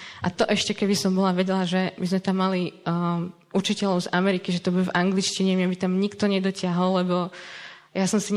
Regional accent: Liptovský Mikuláš, Žilina Region, Slovakia; ja som z Mikuláša a tam bol tiež gymnázium, že nechcem ísť na to gymnázium, lebo ja mám staršiu sestru a ona tam chodila

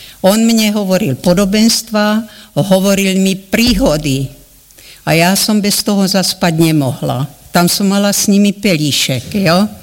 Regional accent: Moťová, Banská Bystrica Region, Slovakia; now in Zvolen, Slovakia; Títo štyria proste prví uverili v Moťovej, kde som sa ja narodila. To je tu proste ako, už sme z Volenčania dlhší čas, no ale vtedy sme boli Moťovania. A Moťovská dedina tá bola celá evangelická.

